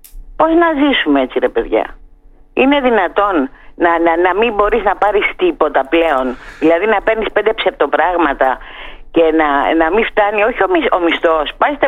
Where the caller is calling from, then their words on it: Piraeus, Attica, Greece; είμαι από τον Πειραιά.